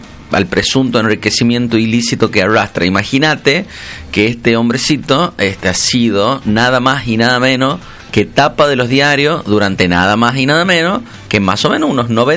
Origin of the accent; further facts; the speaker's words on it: Argentina; como buenos argentinos, compartiendo un mate.